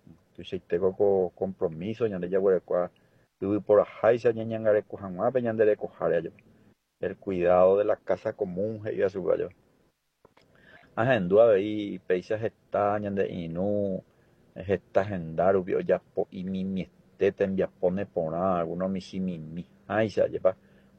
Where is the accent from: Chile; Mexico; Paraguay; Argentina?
Paraguay; como sociedad como ciudadanía paraguaya en defensa del medio ambiente, en defensa de nuestra casa común.